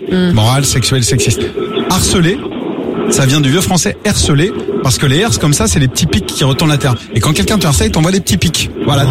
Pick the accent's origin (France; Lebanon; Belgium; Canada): France; Pays de la Loire; Je suis de Vendée, on a dû se croiser déjà.